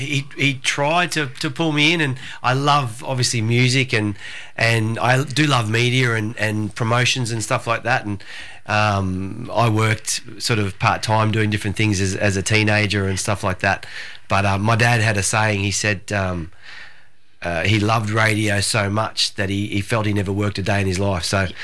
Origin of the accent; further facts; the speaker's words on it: New South Wales, Australia; I grew up in New South Wales, country New South Wales